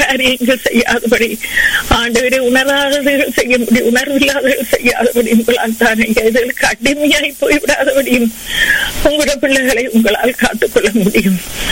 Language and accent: Tamil; Sri Lanka; நாங்க பிறந்து வளர்ந்த தேசமாகிய இலங்கை தேசத்துக்காக, அந்த அழகிய தீவுக்காக உங்களை வருவோம்.